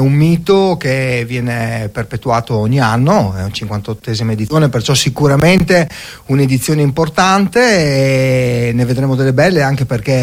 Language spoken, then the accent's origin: Italian; Trieste, Friuli-Venezia Giulia, Italy; che diciamo da triestino, ma soprattutto da amante del mare, non fa altro che aumentare l'amore verso questo elemento.